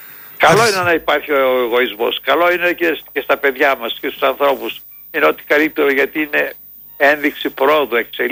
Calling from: Greece

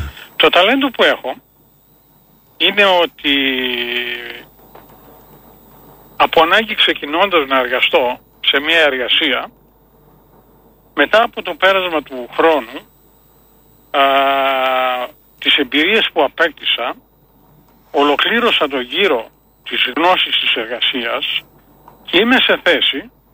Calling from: Kastoria, Western Macedonia, Greece; Είμαι από την Καστοριά.

